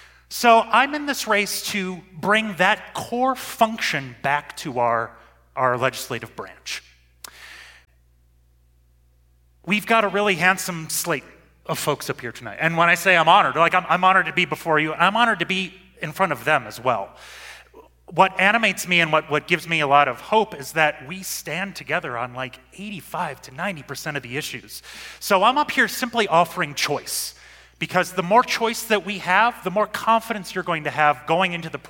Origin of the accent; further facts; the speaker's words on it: Minneapolis, Minnesota, United States; now in Montana, United States; I'm from Minneapolis.